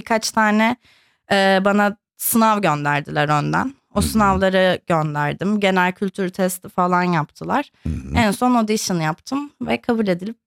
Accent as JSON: {"language": "Turkish", "region": "Istanbul", "country": "Turkey", "tie": "born there", "also_born_or_lived": "Ankara / Merzifon", "said": "kendimi hatırladığım yer Merzifon'du. Babam asker olduğu için biz çok fazla yer değiştirdik. İstanbul'da doğmuşum. Sonra sanırım bir Ankara'ya gitmişiz. Üzerine Merzifon'a gittik."}